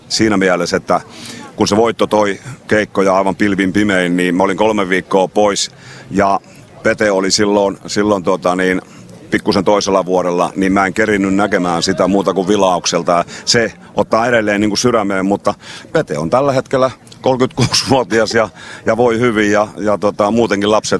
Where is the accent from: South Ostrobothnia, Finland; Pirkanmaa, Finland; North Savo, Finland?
South Ostrobothnia, Finland; Alavus; born there; also born or lived in Kuortane / Helsinki; mä oon syntynyt Alavudella Rantateosen kylässä puhjelustehtaan varjossa, ja sieltä on muuttanut sitten Kuortaneelle vuonna 73, kun äiti kuoli, ja sieltä sitten eri paikkakunnille, muun muassa Helsingissä asunut jonkun aikaa